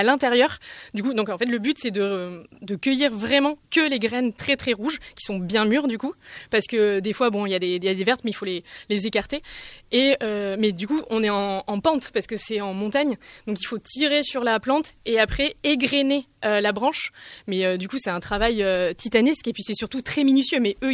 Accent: Bordeaux, Nouvelle-Aquitaine, France; moi, je suis de Bordeaux

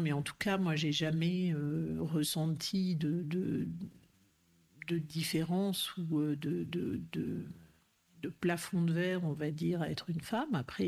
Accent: Clermont-Ferrand, Auvergne-Rhône-Alpes, France; born there; moved away; also born or lived in Aveyron; j'ai grandi à Clermont-Ferrand, enfin majoritairement, puisque mes parents, mon père avait été muté à Clermont, et donc on avait une maison à Clermont, mais je passais toutes mes vacances en Aveyron.

